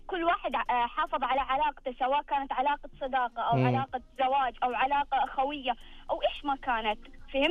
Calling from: Hejaz, Saudi Arabia; وهو يقصد عندنا في الحجاز التوماتيك.

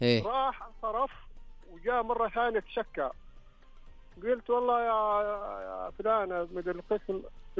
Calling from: Riyadh, Riyadh Province, Saudi Arabia; والله طالع من الرياض راجع البيت بعد الدوام.

